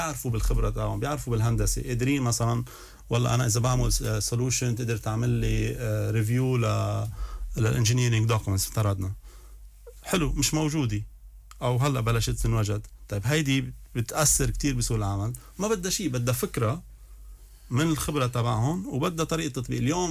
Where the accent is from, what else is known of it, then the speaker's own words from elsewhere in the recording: Lebanon; نحن هون كلبنانية